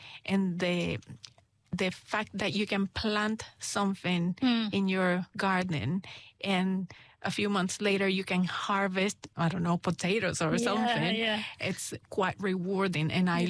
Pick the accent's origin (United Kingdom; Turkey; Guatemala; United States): Guatemala; Guatemala City; English is a second language; moved away as an adult; also born or lived in Nicaragua; now in Ashburton, New Zealand; I lived in Guatemala for 26 years. Then we moved to Nicaragua